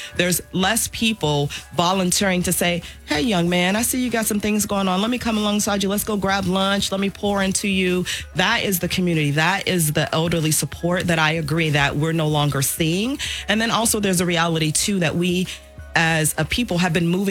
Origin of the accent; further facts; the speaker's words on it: Arkansas, United States; also born or lived in Missouri; now in California, United States; I was born in Missouri, raised in Arkansas, and been in California for a long time.